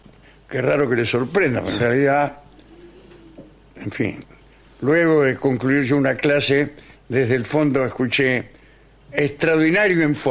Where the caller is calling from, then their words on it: La Plata, Buenos Aires Province, Argentina; … de La Plata. Soy docente en un instituto terciario